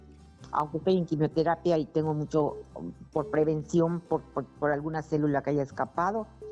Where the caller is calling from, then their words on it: Progreso, Yucatán, Mexico; de Progreso, Yucatán